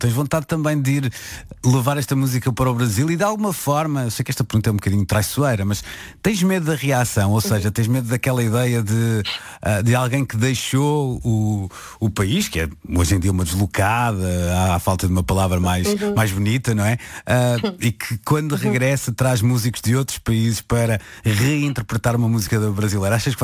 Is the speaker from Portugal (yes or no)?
yes; Portugal; accent: Portuguese; com o meu sotaque português